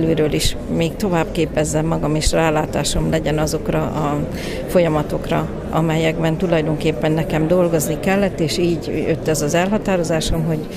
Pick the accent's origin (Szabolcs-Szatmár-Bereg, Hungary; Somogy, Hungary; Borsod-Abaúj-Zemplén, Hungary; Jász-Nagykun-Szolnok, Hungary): Borsod-Abaúj-Zemplén, Hungary; Mezőcsát; és aztán 1993-ban visszakerültem szülővárosomban Mezőcsátra, és ott kezdtem el a helyi gimnáziumban akkor még dolgozni